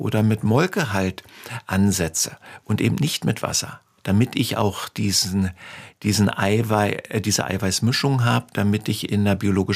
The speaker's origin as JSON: {"language": "German", "region": "Berlin", "country": "Germany", "said": "Ich komme ja nun aus Berlin"}